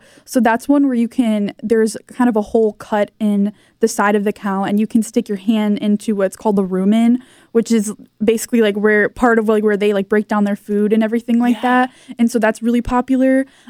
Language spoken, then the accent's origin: English; South Beloit, Illinois, United States; So I'm from Northern Illinois, South Beloit, Illinois, if you know where that is. It's kind of a small town.